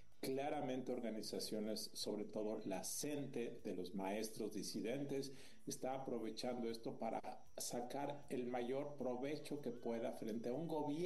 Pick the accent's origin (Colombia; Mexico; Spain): Mexico